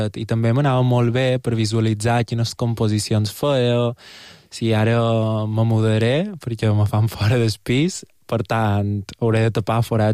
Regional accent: Porto Colom, Balearic Islands, Spain; Soc de Porto Colom i vaig molt a Saljà

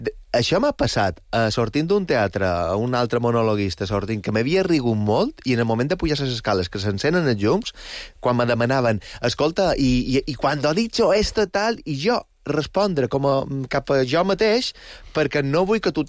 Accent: Balearic Islands, Spain; Veus, com a mallorquí, és l'únic que no vull.

